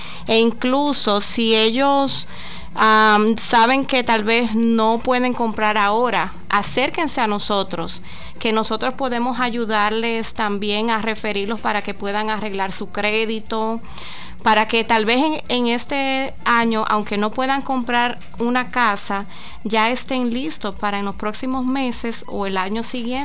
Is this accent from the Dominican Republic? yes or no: yes; Dominican Republic; Yo soy de República Dominicana.